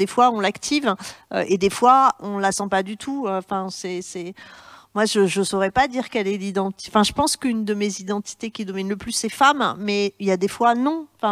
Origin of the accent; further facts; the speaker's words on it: France; Moi, ok, je suis française, mais enfin, je suis femme aussi, je suis prof.